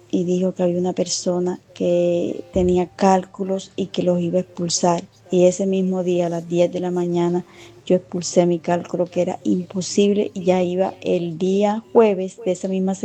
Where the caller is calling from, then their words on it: Sincelejo, Sucre, Colombia; Les hablo desde Sincelejo.